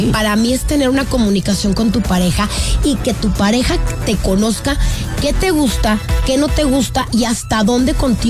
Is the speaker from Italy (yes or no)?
no; Guadalajara, Jalisco, Mexico; moved away as an adult; now in United States; somos de Guadalajara